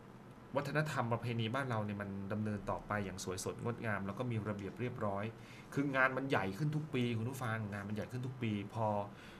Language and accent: Thai; Phuket, Thailand; เราเป็นคนพื้นถิ่นเราเป็นคนปุนเตเราเป็นคนภูเก็ตนะครับ